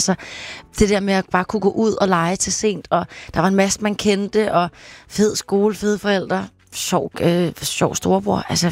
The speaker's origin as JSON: {"language": "Danish", "region": "Capital Region of Denmark", "country": "Denmark", "tie": "born or raised there", "also_born_or_lived": "Copenhagen", "said": "Ja, det kan man sige. Vi flyttede lidt til Nordsjælland i det meste af min barndom, faktisk. Men jeg blev født i København, lad os sige det sådan."}